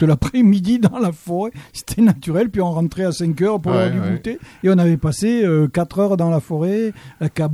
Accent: Capbreton, Nouvelle-Aquitaine, France; quand j'étais petit, j'habitais à Cabreton, hein, la maison, la villa, dans un nouveau quartier, il y avait la forêt derrière

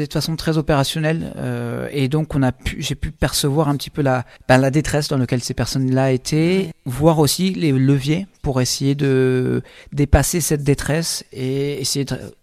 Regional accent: Toulouse, Occitanie, France; en tant que Toulousain, on est imprégné par cette culture hispanique

